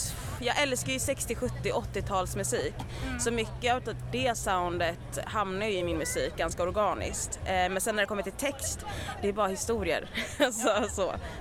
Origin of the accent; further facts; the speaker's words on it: Gothenburg, Västra Götaland County, Sweden; Jag är ju från Göteborg, så att jag blev ju skitglad när jag fick frågan.